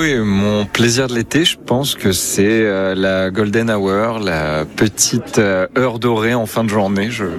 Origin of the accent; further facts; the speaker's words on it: Fécamp, Normandy, France; Je pense que ce serait sur Fécamp. Je viens de Fécamp, donc je l'ai vécu pas mal de fois.